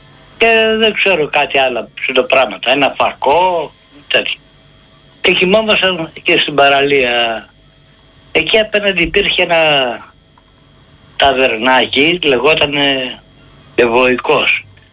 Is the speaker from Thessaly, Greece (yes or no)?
yes; Karditsa, Thessaly, Greece; Στον Οροπό έφυγα, πήγα στην Καρδίτσα, στο χωριό μου, στην Λίμνη Πλαστήρα.